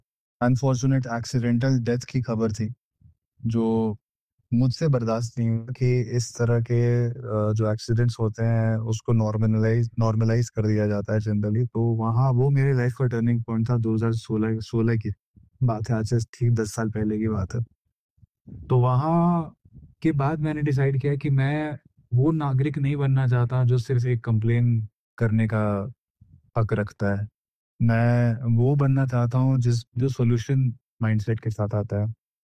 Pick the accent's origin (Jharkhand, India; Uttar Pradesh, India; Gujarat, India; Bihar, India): Jharkhand, India; Ranchi; moved away as an adult; now in Bangalore, India; तो मैं बेसिकली झारखंड रांची से आता हूँ, मेरी परवरिश वहीं हुई थी। उसके बाद फिर मैं 2010 में बैंगलोर आया अपनी इंजीनियरिंग की पढ़ाई करने के लिए।